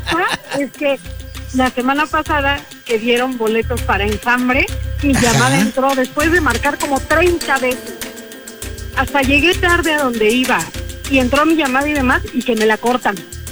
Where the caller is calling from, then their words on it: Mexico City, Mexico; De Gustavo Amadero.